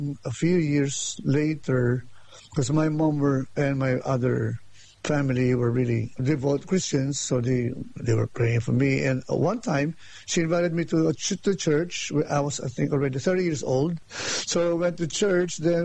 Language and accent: English; Quezon City, Metro Manila, Philippines; I was born in Quezon City. It's within Metro Manila. It's right beside Manila. Quezon City is the biggest city in Metro Manila. Born in 1961.